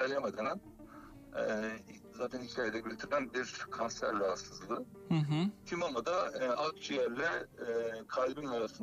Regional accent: Sakarya, Turkey; tabii benim memleketim Sakarya gelinim ben.

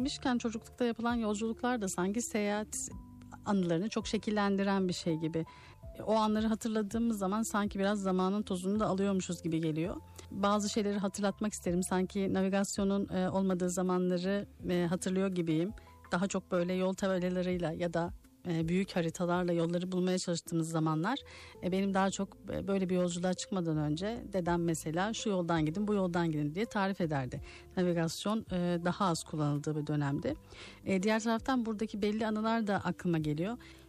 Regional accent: Erzurum, Turkey; Çünkü biz Erzurum'da büyüdük

